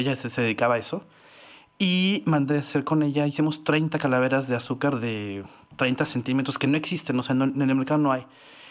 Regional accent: Mexico; Y yo, sí, soy mexicano. Oh, wow, qué padre. Entonces, yo me daba cuenta que muchas veces por ser mexicano se me abrieron puertas

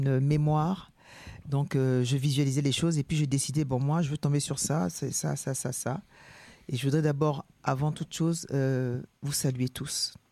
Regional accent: Toumodi, Lacs, Côte d’Ivoire; also born or lived in Paris; D'abord, je suis née à Paris. Après, j'ai grandi petite princesse à Toumoudi. Je suis une petite villageoise.

